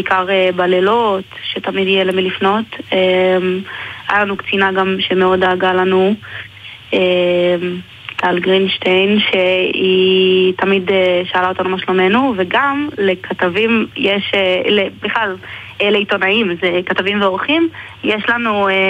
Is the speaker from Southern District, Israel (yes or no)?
yes; Arad, Southern District, Israel; אני בעיקרון מערד ואביטל ממחולה. אז בערך כל הארץ מפרידה בינינו